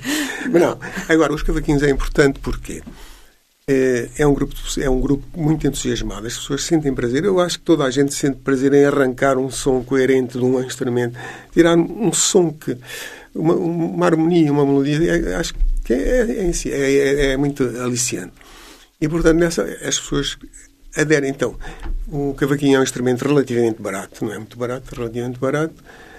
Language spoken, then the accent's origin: Portuguese; Huambo, Angola; moved away as an adult; also born or lived in Coimbra, Portugal; now in Portugal; Em África, eu nasci em Angola. E estive em Nova Lisboa